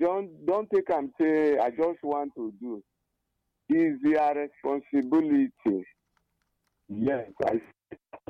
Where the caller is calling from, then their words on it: Ebonyi, Nigeria; I'm calling from Ebonyi State.